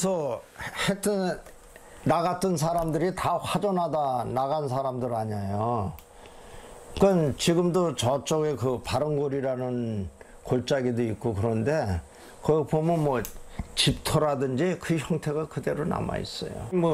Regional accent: Chuncheon, Gangwon, South Korea; also born or lived in Daegu / Incheon; 전쟁 당시에 대구에서 태어났고 인천을 거쳐서 이제 춘천에서 어려서부터 지금까지 쭉 자라고 있죠. 그러니까는 군대 갔다 와서 직장 생활 한몇년 빼고는 계속 춘천에서 생활을 했다고 볼수 있습니다.

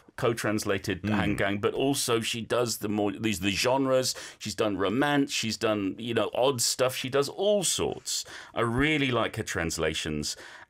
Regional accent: United Kingdom; because I'm British

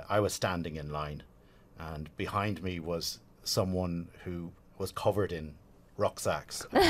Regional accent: Sligo, Connacht, Ireland; moved away as an adult; also born or lived in Tanzania; now in Jeju, South Korea; I'm from Sligo in Ireland.

